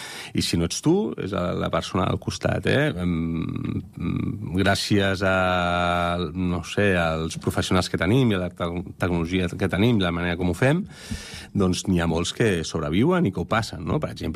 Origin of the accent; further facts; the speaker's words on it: Barcelona, Catalonia, Spain; born there; moved away as an adult; also born or lived in Berlin, Germany; jo que vinc de... o que vaig néixer a Horta i que vaig viure durant molts anys a Gràcia i vaig estar vivint a Berlín durant temps